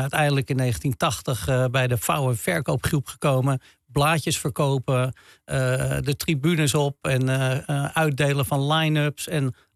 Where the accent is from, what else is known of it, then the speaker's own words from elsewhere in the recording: Amsterdam, North Holland, Netherlands; also born or lived in Velsen; now in Haarlem, Netherlands; Ja, ik ben uiteindelijk opgegroeid in Amsterdam. We zijn naar Amsterdam-Zuid gegaan. En daar heb ik de rest van mijn leven, althans daar ben ik getogen. School in Amstelveen. Maar opgegroeid in Amsterdam en uiteindelijk weer in Kennemerland terechtgekomen